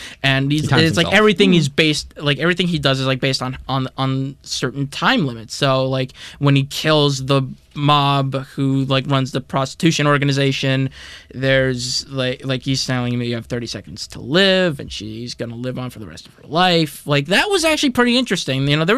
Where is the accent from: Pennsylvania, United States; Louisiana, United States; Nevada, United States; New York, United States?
New York, United States; I'm from New York, so there were no like homeless men on the subways